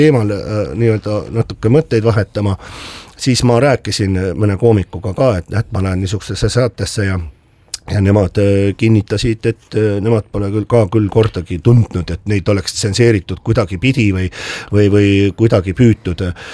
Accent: Tallinn, Harju County, Estonia; born there; naaber sünnipäraselt, et ma olen ju seal Hiiu pubi vastas on Lillepoekane, roheline maja, see on minu sünnikodu seal.

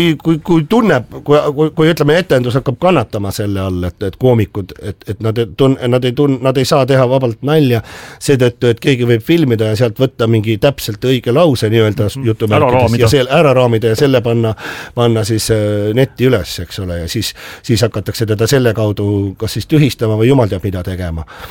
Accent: Tallinn, Harju County, Estonia; born there; naaber sünnipäraselt, et ma olen ju seal Hiiu pubi vastas on lillepoekane

